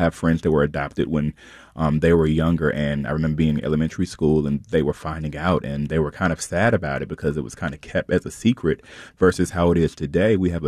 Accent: North Carolina, United States; Like, you know, I'm from North Carolina and I never saw Hillsborough being as progressive as I guess that it is now.

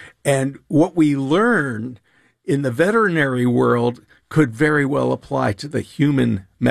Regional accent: Pennsylvania, United States; growing up in Pennsylvania, mm-hmm. we were concerned about tick bites

